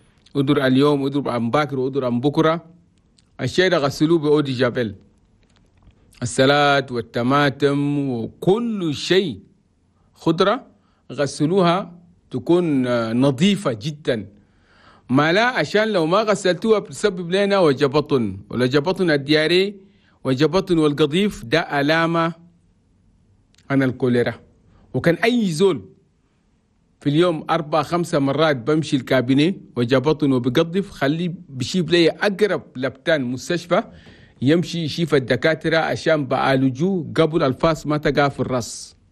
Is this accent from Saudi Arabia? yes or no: no; Chad; بلدنا تشاد بلد تومي